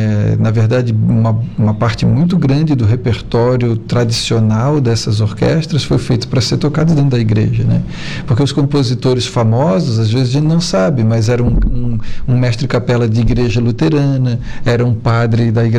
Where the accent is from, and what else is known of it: Florianópolis, Santa Catarina, Brazil; born there